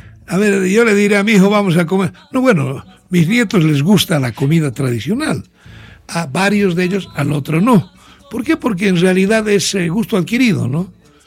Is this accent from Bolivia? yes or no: yes; Tarija, Bolivia; moved away; la felicidad que teníamos allá en Tarija